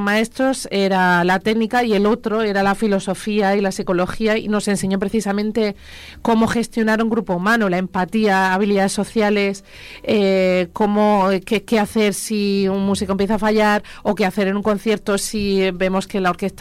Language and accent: Spanish; Molina de Segura, Region of Murcia, Spain; moved away; soy muy amante de mi pueblo de Molina, siempre lo he llevado por delante